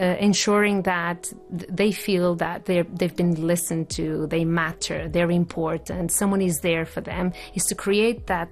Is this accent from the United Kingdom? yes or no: no; Porto, Norte, Portugal; now in Oman; Well, I am from Porto, from Portugal, and I've worked in education until now for about 25 years.